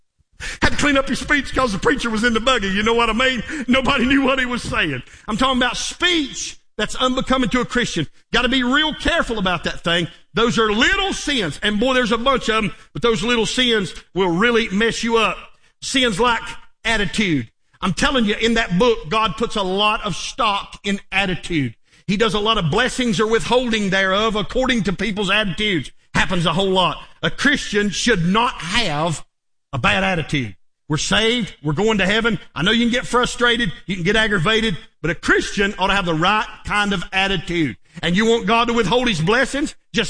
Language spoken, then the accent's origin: English; North Carolina, United States; I'm from North Carolina. I ain't used to hearing moose jump in the creek.